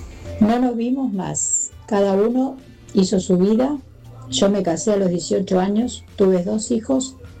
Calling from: General Rodríguez, Buenos Aires Province, Argentina; soy de General Rodríguez.

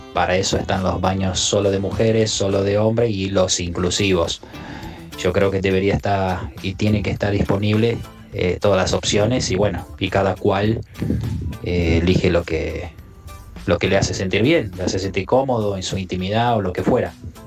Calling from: Villa Ballester, Buenos Aires Province, Argentina; de Ballester.

